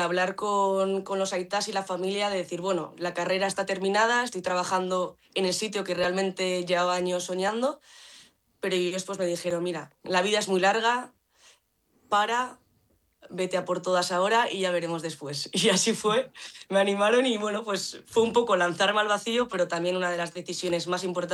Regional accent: San Sebastián, Basque Country, Spain; also born or lived in Lerín, Navarre; yo llevo mis raíces de Donostiarras conmigo allá donde voy.

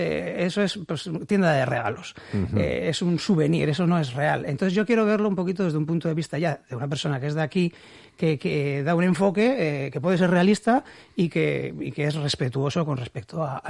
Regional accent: Bilbao, Basque Country, Spain; Yo soy de Recalde, ¿sí? Y he ido a estudiar ahí a Sadrián, uh-huh, desde pequeño.

